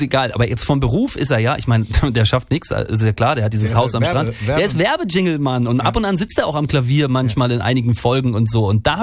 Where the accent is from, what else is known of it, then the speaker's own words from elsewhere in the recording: Northern Germany, Germany; Ich komme ja aus dem Norden, das gab's aber bei uns auch nicht, aber so Moor.